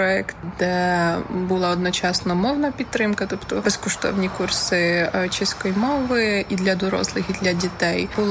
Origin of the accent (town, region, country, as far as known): Czechia; Ukrainian is a second language